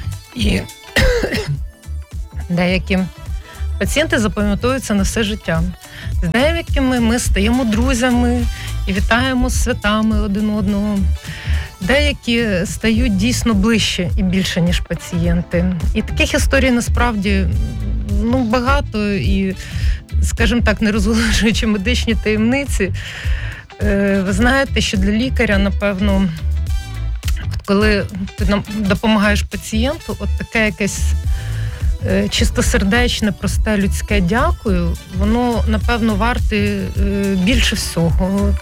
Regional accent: Vinnytsia, Vinnytsia Oblast, Ukraine; Це, я казала, рідні будівлі і вулиці. І це місце, де ти народився і виріс, і тому, як би доля не склалася, Вінницю завжди буде тягнути, і вона буде викликати позитивні емоції, тому що це найкраще місто на землі.

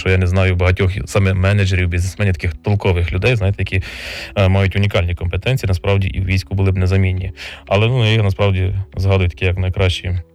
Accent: Tulchyn, Vinnytsia Oblast, Ukraine; also born or lived in Kyiv / Lviv; now in Vinnytsia, Ukraine; я родом з міста Тульчина, і до того там кілька разів був в школі на екскурсіях, вчився в Києві, потім переїхав до Львова жити. Ну, а приїхав в Вінницю, відкрив клініку.

